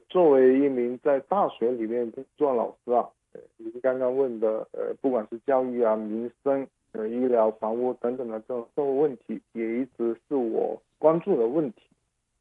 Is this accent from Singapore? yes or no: no; Hong Kong; 我现在对外说我都是大湾区人，我没有说我是香港人啊